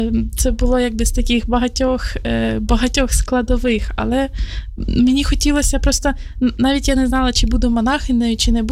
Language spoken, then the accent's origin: Ukrainian; Pavlohrad, Dnipropetrovsk Oblast, Ukraine; Перше, я сама походжу родом з Дніпропетровської області, з міста Павлоград.